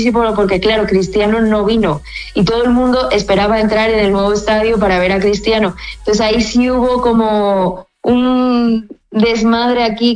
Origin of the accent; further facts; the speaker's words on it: Gijón, Asturias, Spain; accent: mixed accents; also born or lived in Madrid; Soy asturiana, solo que llevo aquí ya 4 años y ya tengo una mezcla de acentos, pero soy asturiana, viví muchos años en Madrid y ahora aquí, entonces yo creo que un poco de todo.